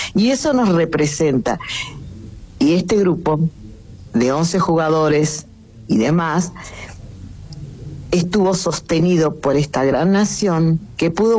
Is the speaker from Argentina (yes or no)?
yes; Argentina; puedo también sentirme orgullosa, no solamente como argentina. Qué bueno que seamos argentinos